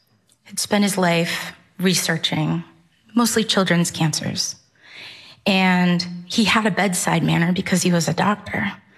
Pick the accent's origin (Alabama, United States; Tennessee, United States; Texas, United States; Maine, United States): Maine, United States; First time I ever thought to go swimming in January, because I'm from Maine.